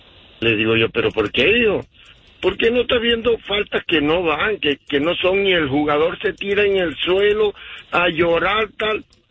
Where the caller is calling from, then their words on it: Salt Lake City, Utah, United States; Los llamo desde Utah, Salt Lake.